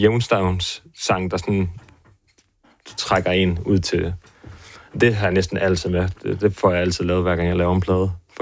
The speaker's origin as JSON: {"language": "Danish", "town": "Svendborg", "region": "Region of Southern Denmark", "country": "Denmark", "said": "Jamen altså, jeg er fra Svendborg"}